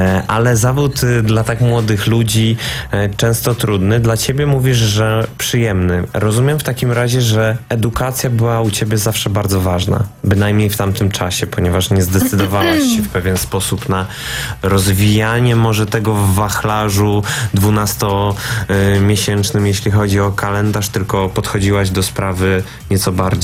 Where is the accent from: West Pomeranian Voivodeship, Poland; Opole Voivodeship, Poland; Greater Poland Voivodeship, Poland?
Greater Poland Voivodeship, Poland; Poznań; ja robiłem pokaz charytatywny w Poznaniu, z którego pochodzę